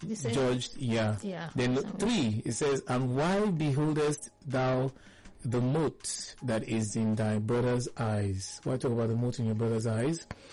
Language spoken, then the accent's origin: English; Nigeria; English is a second language; We're classed as English being the second. Our mother tongue is, Nigeria is classed as a country with first language being the mother tongue. Then English is like second.